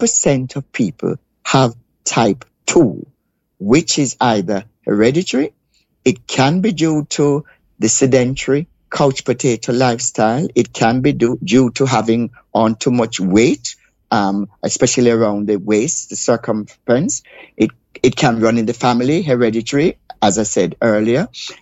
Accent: Jamaica; Now, I grew up around Jamaica, the Caribbean Sea. I cannot swim to save my life.

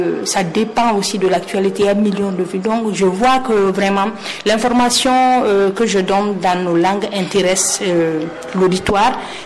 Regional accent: Conakry, Guinea; first language Mandinka; French is a second language; je suis née à Conakry, à Imbaya. J'ai grandi à Conakry, donc voilà, c'est pendant quelques vacances que je partais à l'intérieur du pays.

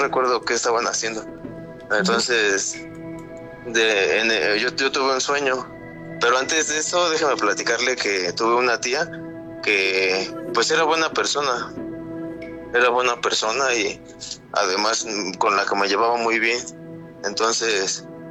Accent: Iztapalapa, Mexico City, Mexico; Yo soy de la Ciudad de México, Iztapalapa.

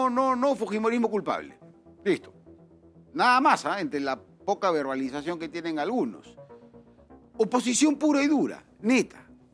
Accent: Peru; Los peruanos

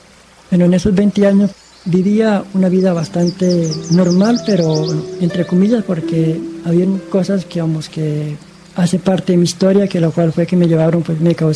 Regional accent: Cucutilla, Norte de Santander, Colombia; moved away as an adult; Tengo 35 años, soy colombiano, del norte de Santander. Viví en un pueblo muy pequeño llamado Cucutilla. Este pueblo queda en límites con Venezuela.

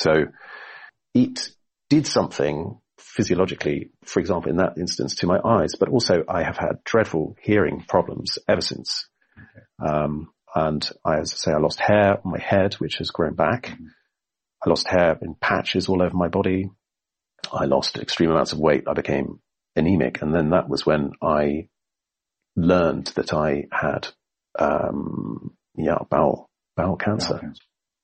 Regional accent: United Kingdom; I'm a British citizen.

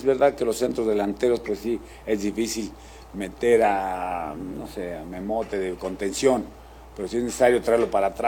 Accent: Mexico; Es tu país, ¿eh? Eso es, para mí como mexicano, no hay mayor goce o disfrute que representar tu país en algo

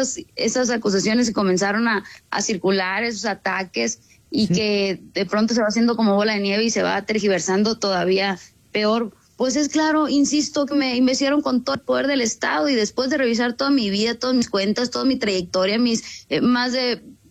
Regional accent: Sinaloa, Mexico

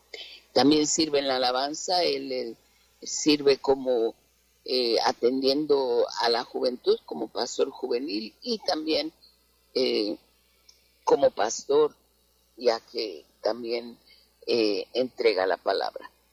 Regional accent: Mexico; also born or lived in Guatemala / California; Estuvimos sirviendo en por poco tiempo en Guatemala, pero porque yo soy mexicana, mi esposo es centroamericano

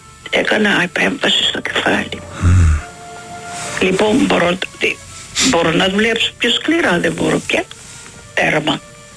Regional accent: Sifnos, South Aegean, Greece; also born or lived in Athens; Και μετά μ' άρεσε να έρθω να γυρίσω πίσω, στο νησί μου.

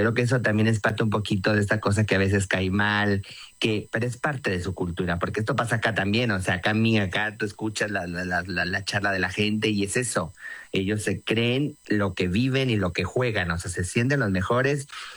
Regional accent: Mexico; yo como mexicano en la vida me he sentido ni discriminado

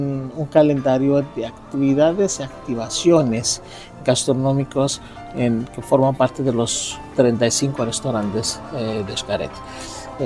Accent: Mexico; Siento que se logra transmitir un poquito lo que somos los mexicanos

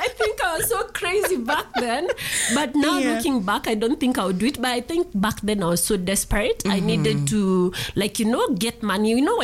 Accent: Kenya; moved away as an adult; now in Dubai, United Arab Emirates; I'm a Kenyan living in Dubai for the last 13 years.

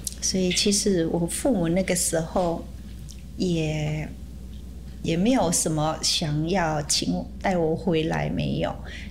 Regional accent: Indonesia; also born or lived in Taiwan; now in Monrovia, United States; 我来自印尼。

